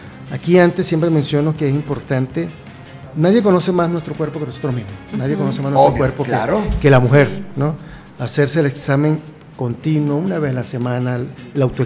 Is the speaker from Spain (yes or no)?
no; Venezuela; moved away as an adult; now in Ibarra, Ecuador; Yo soy venezolano.